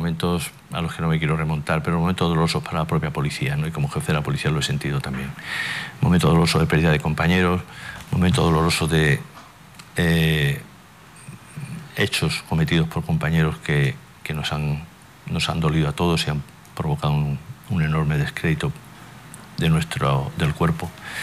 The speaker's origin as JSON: {"language": "Spanish", "region": "Ceuta", "country": "Spain"}